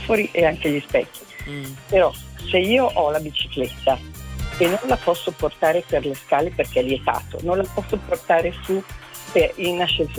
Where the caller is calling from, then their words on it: Milan, Lombardy, Italy; Io sono di Milano, ma oggi sono a Sanremo